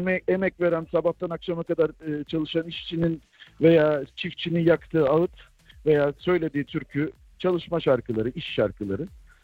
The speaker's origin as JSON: {"language": "Turkish", "town": "Kadıköy", "region": "Istanbul", "country": "Turkey", "said": "Ben Kadıköylüyüm, öyle söyleyeyim."}